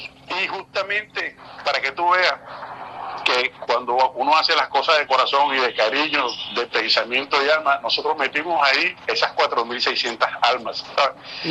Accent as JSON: {"language": "Spanish", "country": "Venezuela", "said": "yo me siento muy contento también como venezolano y como latinoamericano"}